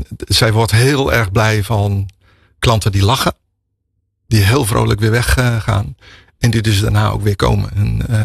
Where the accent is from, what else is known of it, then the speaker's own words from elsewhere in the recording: Groningen, Netherlands; now in Krimpen aan den IJssel, Netherlands; Geboren getogen Groninger.